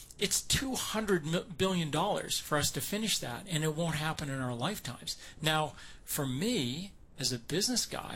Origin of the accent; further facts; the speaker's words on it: Maine, United States; I grew up in Maine. Right, we had this thing called snow and inclement weather, and it beat the daylights out of roads.